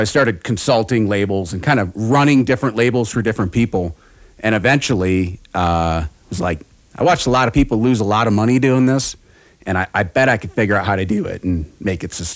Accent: Minnesota, United States; I grew up right outside of Minneapolis playing music my whole life

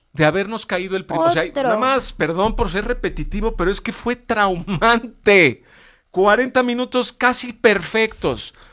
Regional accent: Mexico

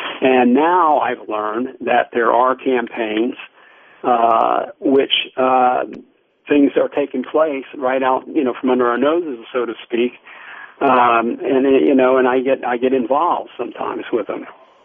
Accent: United States; because I'm an American.

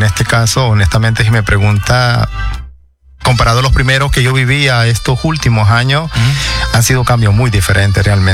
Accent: Honduras; moved away as an adult; now in Washington, D.C., United States; es mi país, es donde nací

